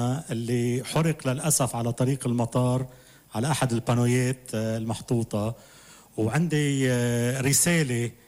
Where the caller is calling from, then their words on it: Lebanon; أنا مواطن لبناني، شريكك بالوطن، حبي الأول والأخير هو لبلدي لبنان، بعشق الأرزة وما بحمل إلا العلم اللبناني. أنا مش فدا أي بلد ولا أي طائفة ولا أي حزب ولا أي زعيم، أنا فدا لبنان وبس.